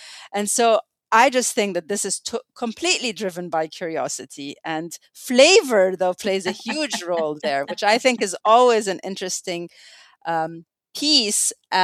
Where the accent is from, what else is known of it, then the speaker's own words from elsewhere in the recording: Egypt; now in United States; growing up, I come from Egypt.